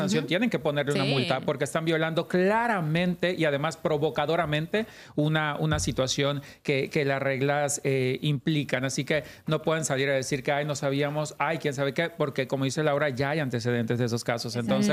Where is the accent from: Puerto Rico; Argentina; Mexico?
Mexico